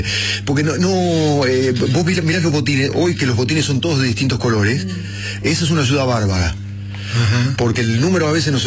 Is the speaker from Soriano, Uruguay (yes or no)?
yes; Cardona, Soriano, Uruguay; Cardona, en Uruguay.